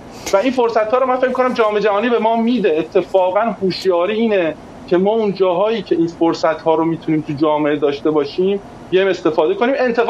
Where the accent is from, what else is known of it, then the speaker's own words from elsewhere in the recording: Iran; ما هممون به عنوان یک ایرانی از بد روزگار بوده، شانسمون بوده که یه دوره‌ای زندگی کردیم